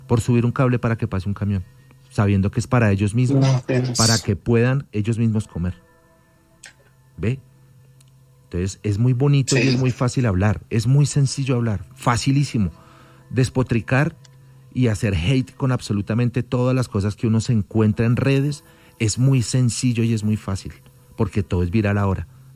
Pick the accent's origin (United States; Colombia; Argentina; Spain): Colombia